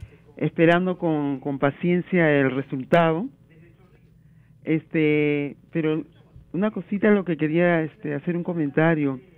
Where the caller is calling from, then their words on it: Lima, Peru; Desde Chorrillos.